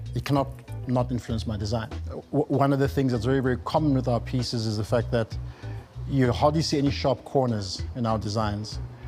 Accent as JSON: {"language": "English", "country": "South Africa", "said": "I'm South African"}